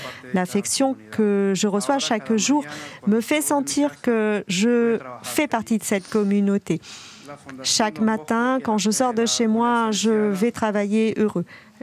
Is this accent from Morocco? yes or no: yes; Morocco; now in Canary Islands, Spain; je viens du Maroc, j'ai 24 ans. Je suis arrivé aux Canaries en 2020.